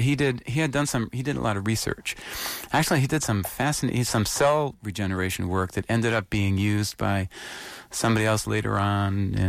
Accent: Connecticut, United States; Connecticut.

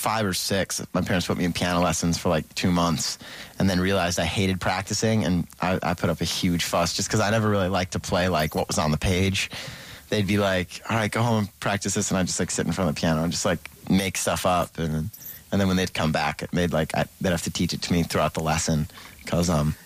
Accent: Rochester, New York, United States; born or raised there

